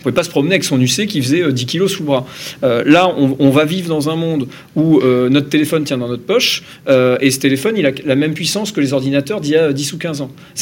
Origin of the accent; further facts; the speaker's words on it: Normandy, France; Bon, je vais faire une réponse de Normand, mais je suis Normand.